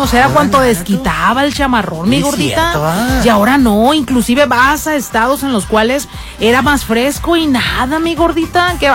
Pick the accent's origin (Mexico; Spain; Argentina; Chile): Mexico; Culiacán, Sinaloa; Somos culichis, somos sinaloenses.